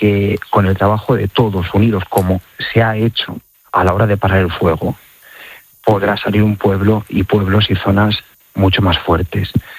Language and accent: Spanish; Las Navas del Marqués, Castile and León, Spain; now in Cebreros, Spain; Llevo un año de párroco en Cebreros. Pero yo soy de las Naves del Marqués.